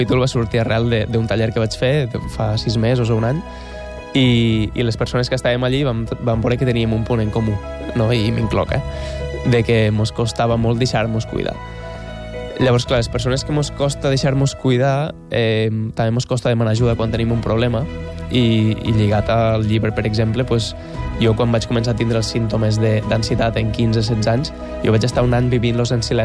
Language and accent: Catalan; Freginals, Catalonia, Spain; Freginals, que és el meu poble.